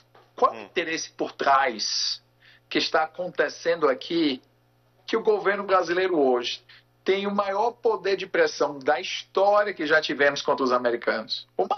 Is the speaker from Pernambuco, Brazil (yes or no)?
no; Fortaleza, Ceará, Brazil; Então, eu sou de Fortaleza, mas, por exemplo, lá no Recife, quando o Esporte Náutico joga, chamam de derby.